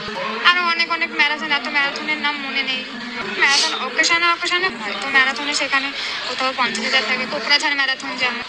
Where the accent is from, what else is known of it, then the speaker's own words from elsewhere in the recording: Machhlandapur, West Bengal, India; আমার বাড়ি মাছলন্দপুর, আমার ডিস্ট্রিক্ট নর্থ চব্বিশ পরগনা।